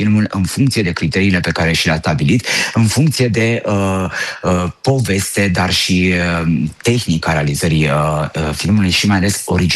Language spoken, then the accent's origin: Romanian; Romania; faptul că suntem români